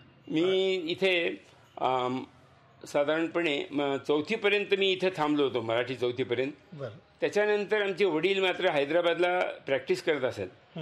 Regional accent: Ahmednagar, Maharashtra, India; born there

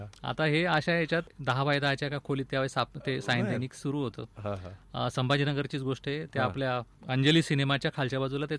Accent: Jalgaon district, Maharashtra, India; also born or lived in Amalner / Tandulwadi / Bhusawal; माझा मूळ जिल्हा तसा जळगाव. 5वी पर्यंत मी गावाकडे शिकलो, जिल्हा परिषदेची शाळा होती.

